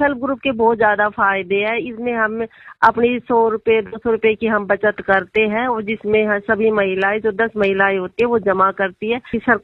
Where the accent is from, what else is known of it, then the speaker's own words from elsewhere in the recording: Dhani Chitar, Haryana, India; Gurugram district, मेरे गांव का नाम ढाणी चितर से है ना